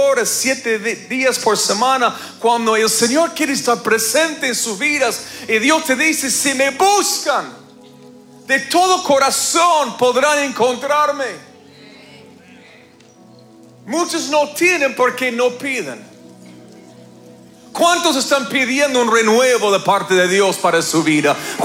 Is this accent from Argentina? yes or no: yes; Argentina; Digo ganamos porque también soy argentino